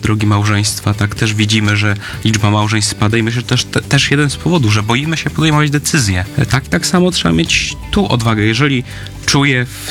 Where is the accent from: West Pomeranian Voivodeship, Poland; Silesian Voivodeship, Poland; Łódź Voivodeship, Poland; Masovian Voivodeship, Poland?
West Pomeranian Voivodeship, Poland; Recz; mojej rodzinnej parafii w Reczu.